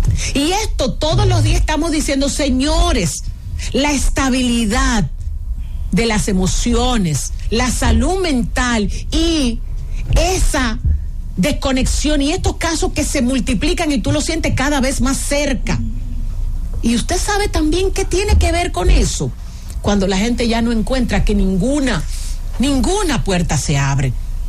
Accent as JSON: {"language": "Spanish", "country": "Dominican Republic", "said": "Yo soy católica, y me preocupa, ¿por qué? Porque en la República Dominicana la mayoría somos cristianos, de la Iglesia Evangélica o de la Iglesia Católica."}